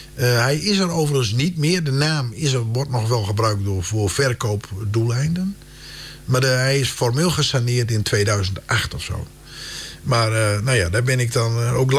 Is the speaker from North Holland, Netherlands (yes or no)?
no; Westerwolde, Groningen, Netherlands; Nou, ik kwam natuurlijk uit Vesterwolde.